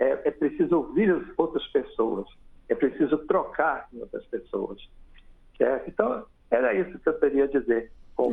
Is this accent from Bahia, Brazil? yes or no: no; Manaus, Amazonas, Brazil; Eu sou amazonense, da cidade